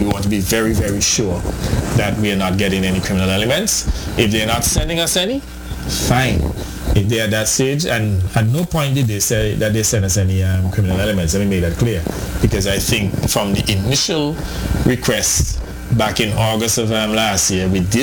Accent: Antigua & Barbuda

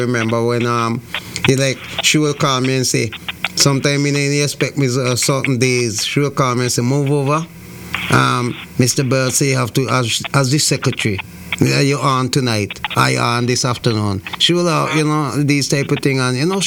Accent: St. Vincent & Grenadines; now in Antigua and Barbuda; my hometown, and so on, Saint Vincent

